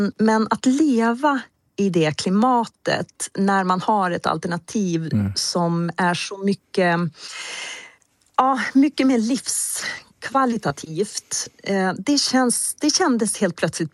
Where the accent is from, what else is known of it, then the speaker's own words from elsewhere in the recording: Robertsfors, Västerbotten County, Sweden; also born or lived in Stockholm; now in Robertsfors, Sweden; väljer ändå den plats där man växte upp för att landa mjukt. Och det har vi verkligen fått göra.